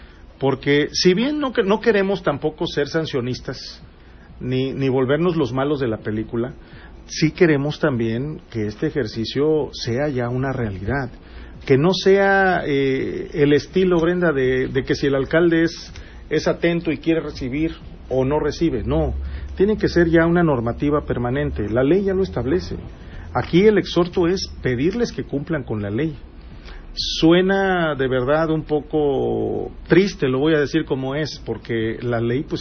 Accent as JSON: {"language": "Spanish", "town": "Acapulco", "region": "Guerrero", "country": "Mexico", "tie": "born or raised there", "said": "yo soy originario de Acapulco"}